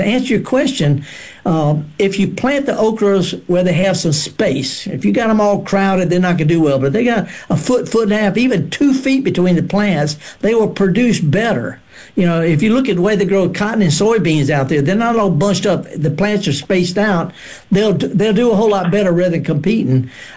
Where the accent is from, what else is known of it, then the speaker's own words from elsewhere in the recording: Mississippi Delta, United States; Okay. Now, I'm from the Delta.